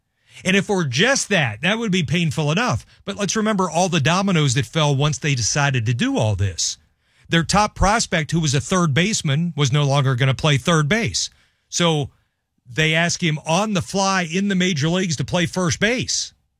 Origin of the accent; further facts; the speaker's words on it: Ashland, Kentucky, United States; born there; Ashland, Kentucky. I was born in Ashland, Kentucky.